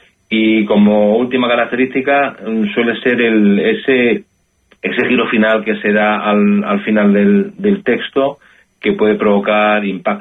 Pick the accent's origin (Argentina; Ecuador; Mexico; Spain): Spain; Ceuta; los que somos de Ceuta